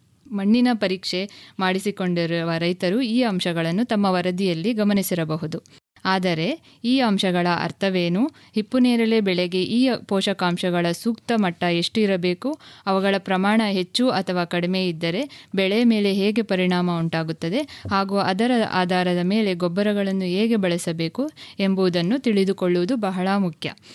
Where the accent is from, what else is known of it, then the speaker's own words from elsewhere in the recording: Kolar, Karnataka, India; now in Mysore, India; ನಾನು ಮೂಲತಃ ಕೋಲಾರದಿಂದ ಬಂದಿದ್ದೇನೆ.